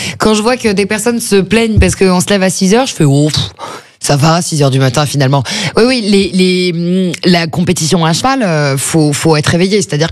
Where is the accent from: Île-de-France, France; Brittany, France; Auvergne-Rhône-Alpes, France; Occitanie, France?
Île-de-France, France; Le Chesnay; now in Paris, France; C'est là où je vous dis que la vie au Chesnay, c'est pas la même qu'une vie parisienne, même si on n'est pas très loin.